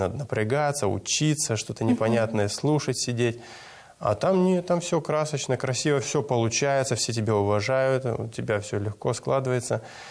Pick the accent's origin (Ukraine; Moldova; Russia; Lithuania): Moldova; moved away as an adult; в 18 лет, еще до того, как мы переехали из Молдовы в этот университет Нижний Новгород